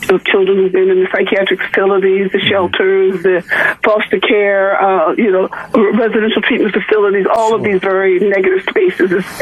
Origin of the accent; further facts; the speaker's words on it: Philadelphia, Pennsylvania, United States; also born or lived in Manhattan, New York; I'm from North Philly. Originally, near what's that, 17th and Susquehanna.